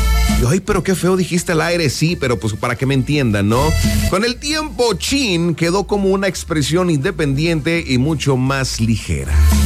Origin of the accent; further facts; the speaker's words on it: Mexico; pero nosotros como mexicanos, 100% mexicanos, las llegamos a decir.